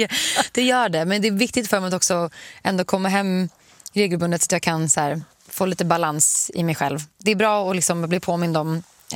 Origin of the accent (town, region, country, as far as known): Sweden; now in Los Angeles, United States